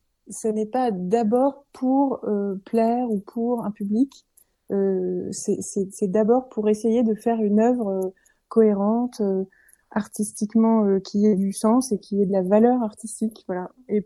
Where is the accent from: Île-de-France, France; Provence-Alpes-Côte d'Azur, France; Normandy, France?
Provence-Alpes-Côte d'Azur, France; Briançon; je viens de Briançon dans les Hautes-Alpes, donc très loin de la mer, enfin, relativement loin de la mer, en tout cas très loin de l'océan.